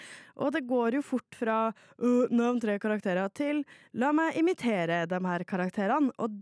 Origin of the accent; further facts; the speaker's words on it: Trøndelag, Norway; Jeg er trønder, jeg bare heier på Rosenborg på et vis.